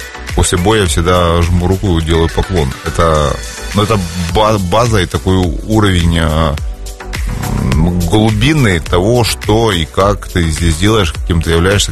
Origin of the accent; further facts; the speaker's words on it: Kharkiv, Kharkiv Oblast, Ukraine; я родом из Советского Союза, из Украины, из города Харьков.